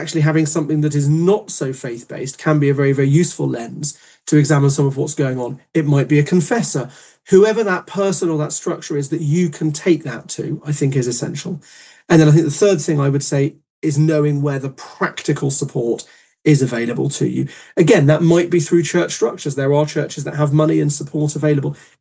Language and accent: English; England, United Kingdom; we are English at the end of the day